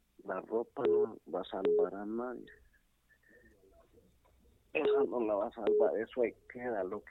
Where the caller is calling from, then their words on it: San Luis, Santa Bárbara, Honduras; me yo hablo de aquí, San Luis, Santa Bárbara.